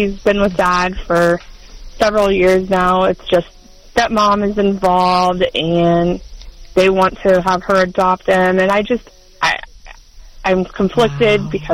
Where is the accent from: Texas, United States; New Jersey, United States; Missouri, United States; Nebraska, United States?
Nebraska, United States; Hastings; But I'm from Hastings and Nebraska.